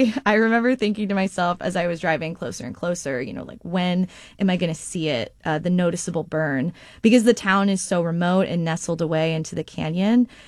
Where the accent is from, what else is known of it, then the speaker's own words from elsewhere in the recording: Santa Rosa, California, United States; I'm from Santa Rosa, California, and I lived through the Tubbs Fire in 2017, as well as the Kincaid Fire in 2019.